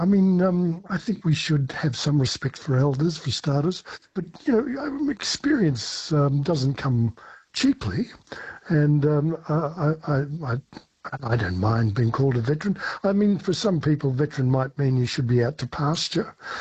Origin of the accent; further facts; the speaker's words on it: Ballarat, Victoria, Australia; When I was a kid growing up in Ballarat, Victoria, we still had Cracker Night.